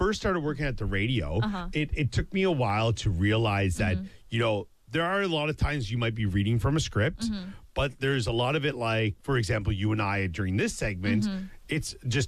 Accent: Canada; I think as a Canadian, it's like the apology is automatic.

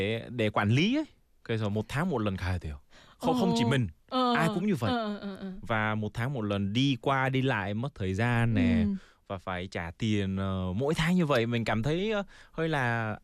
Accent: South Korea; also born or lived in Vietnam; Thì mình thì là Lai Hàn Việt. Mình thì sinh ra ở Hàn Quốc, quốc tịch thì Hàn. Nhưng mà cũng có là mẹ là người Việt ấy. Xong rồi mình đến đi Việt Nam khi lớp 1.

